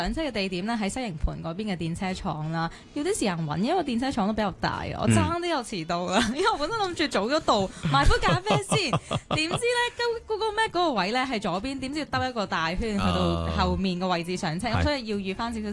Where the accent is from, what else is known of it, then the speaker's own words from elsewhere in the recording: Hong Kong; 有我香港人啦